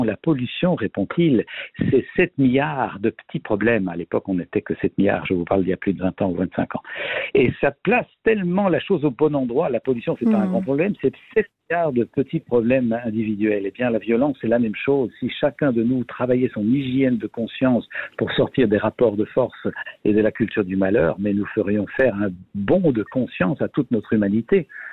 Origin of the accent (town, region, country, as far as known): Belgium